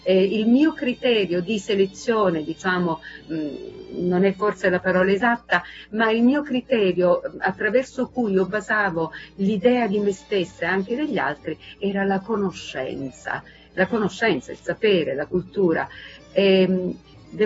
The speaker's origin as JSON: {"language": "Italian", "town": "Cosenza", "region": "Calabria", "country": "Italy", "said": "Io amo molto il dialetto, sono una cosentina, metà romana perché mia mamma era romana, una cosentina che ama molto il dialetto di Bibbo, il dialetto anche di Catanzaro."}